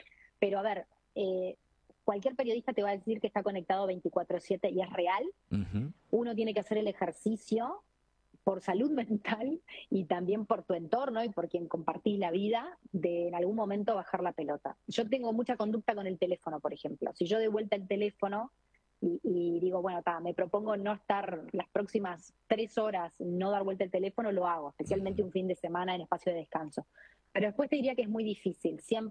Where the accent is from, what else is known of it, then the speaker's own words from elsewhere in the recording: Montevideo, Uruguay; Yo soy de Montevideo.